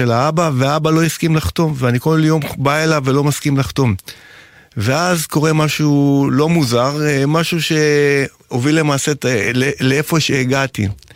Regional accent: Bnei Brak, Tel Aviv District, Israel; אני גדלתי בבני ברק

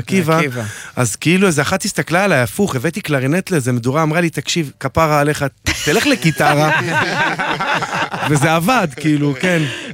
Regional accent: Dimona, Southern District, Israel; גדלנו בדימונה, ואמא שלי אומרת, שמעו, אם לא היית בדימונה, לא הייתי יכולה להגיש לכם את הדבר הזה.

